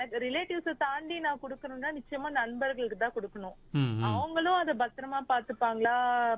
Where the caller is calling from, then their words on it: Chennai, Tamil Nadu, India; நான் Chennai K K நகர்ல இருந்து